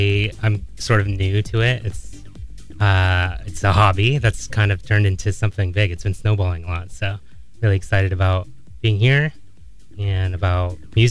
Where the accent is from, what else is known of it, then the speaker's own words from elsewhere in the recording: Philippines; And a Tagalog class because I'm Filipino.